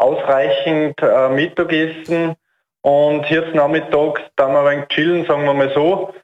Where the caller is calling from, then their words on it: Altenmarkt, Styria, Austria; Ich bin aus Altenmarkt.